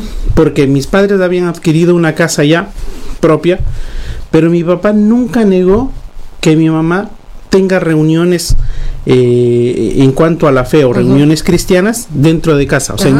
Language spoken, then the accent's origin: Spanish; Ecuador; Nosotros venimos como ecuatorianos, tenemos un trasfondo católico muy fuerte.